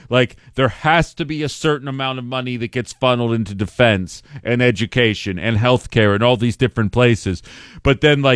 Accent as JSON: {"language": "English", "town": "Pittsburgh", "region": "Pennsylvania", "country": "United States", "tie": "born or raised there", "moved": "yes", "said": "A bridge collapsed in my hometown."}